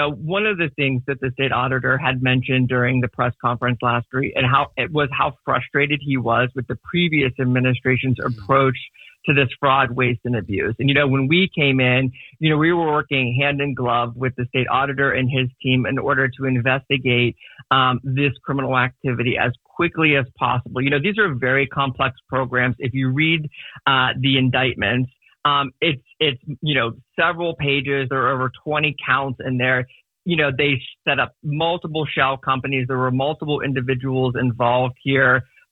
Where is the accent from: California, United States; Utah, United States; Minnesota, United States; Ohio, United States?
Ohio, United States; I grew up in the Ohio Valley. I grew up about 10 minutes from Steubenville, Ohio, and I'm the son of a steel mill worker.